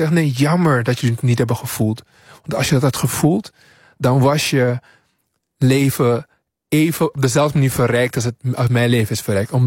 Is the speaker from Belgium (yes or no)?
no; Suriname; Toen ik in Suriname opgroeide op de middelbare school, ging het vooral over zijn taal, het ging over zijn postkoloniale denken.